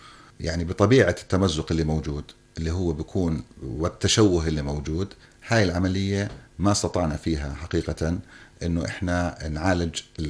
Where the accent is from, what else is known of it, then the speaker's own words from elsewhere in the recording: Jordan; عندنا في الأردن